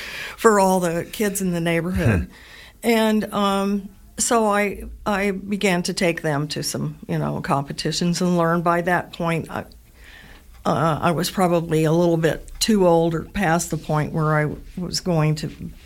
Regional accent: Washington, United States; moved away; also born or lived in Phoenix, Arizona; I actually grew up in Washington, north of here

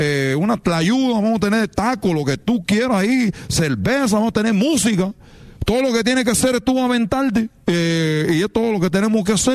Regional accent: Cuba; Y, oye, chicos, ¿qué te pasa? Yo soy de Cuba.

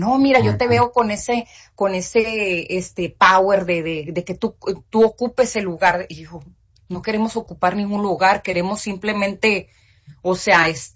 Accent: Mexico; siendo mexicanos

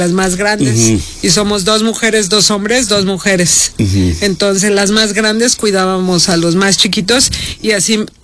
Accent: Oaxaca, Mexico; also born or lived in Mexico City; yo soy oaxaqueña, vine aquí a estudiar y me regresé.

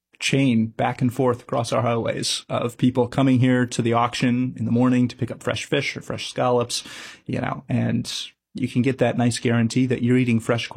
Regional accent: Midwest, United States; now in New Bedford, United States; I come from the Midwest originally.

